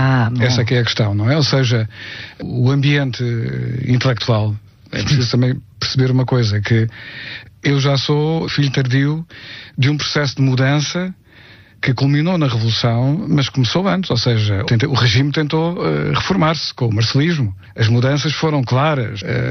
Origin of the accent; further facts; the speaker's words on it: Setúbal, Portugal; Corresponde de Setúbal, a minha cidade natal.